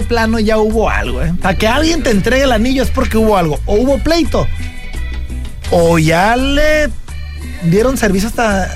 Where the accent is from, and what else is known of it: Mexico